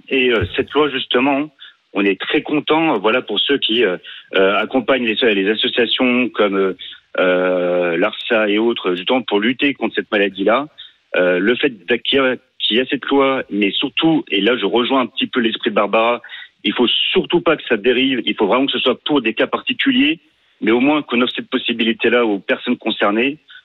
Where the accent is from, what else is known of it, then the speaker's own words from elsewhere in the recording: Bourgogne-Franche-Comté, France; je suis originaire de Saône-et-Loire, hein, comme Didier, du côté entre Givry et Mercuré